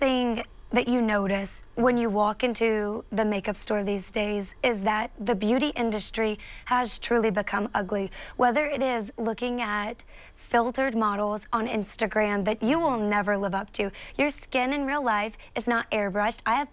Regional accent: South Carolina, United States; I'm 24 years old and I'm a South Carolina girl. If you can't tell from my accent, I love the South. I'm one of four kids and I was raised in the church.

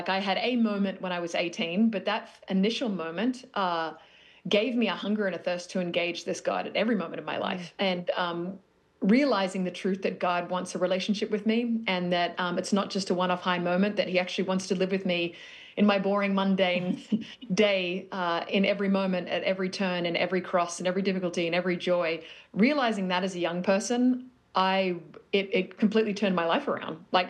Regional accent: Australia

